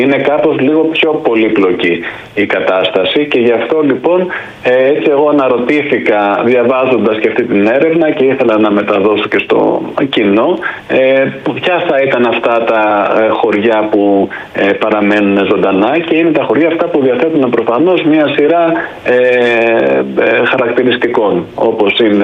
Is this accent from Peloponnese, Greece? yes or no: yes; Sparta, Peloponnese, Greece; κατάγομαι από τη Σπάρτη.